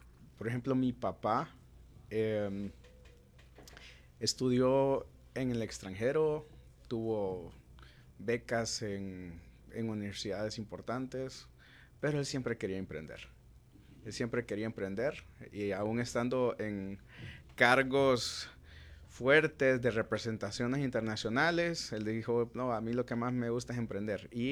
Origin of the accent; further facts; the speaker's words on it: Tegucigalpa, Francisco Morazán, Honduras; born there; moved away; also born or lived in Santa Cruz de Yojoa; Soy capitalino, nací en Barrio La Olla, ahora trabajo en La Cacerola, pero nací en Barrio La Olla. Pero he vivido en diferentes lados, he vivido en el campo, en Santa Cruz de Yojoa.